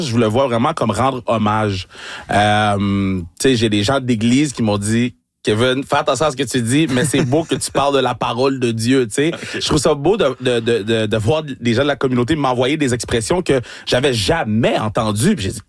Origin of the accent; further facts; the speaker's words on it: Laval, Quebec, Canada; je viens de Laval